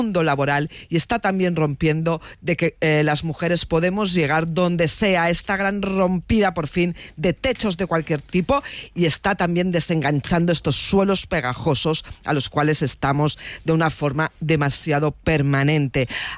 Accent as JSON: {"language": "Spanish", "country": "Spain", "said": "soy primera española en ganarlo"}